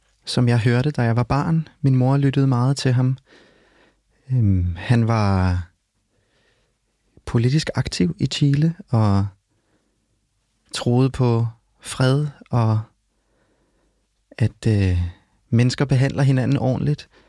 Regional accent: Copenhagen, Capital Region of Denmark, Denmark; Jeg har en chilensk mor og en dansk far. Jeg er opvokset på Islands Brygge, så ikke så langt fra, hvor vi sidder lige nu.

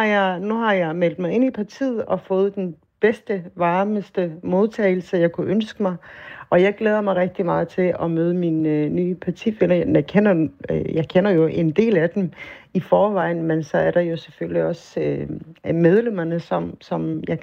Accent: Odense, Region of Southern Denmark, Denmark; jeg er vokset op i Vollsmose.

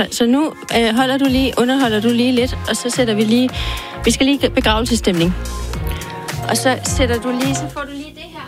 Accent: Køge, Zealand, Denmark; Jeg er jo faktisk fra Køge. Lidt ud fra Køge.

